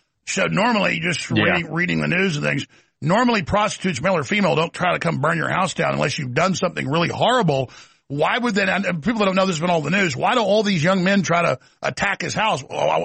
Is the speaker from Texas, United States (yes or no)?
yes; Texas, United States; accent: Texas; I'll do it in my real Texas accent.